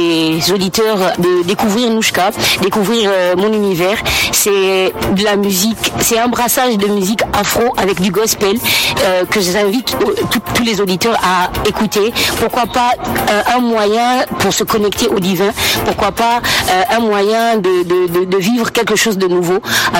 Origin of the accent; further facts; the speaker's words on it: Gabon; au Gabon, bien sûr, donc chez moi, je vais repartir avec cette EP-là qui dit merci, parce que c'est ma terre natale, donc je vais repartir au Gabon.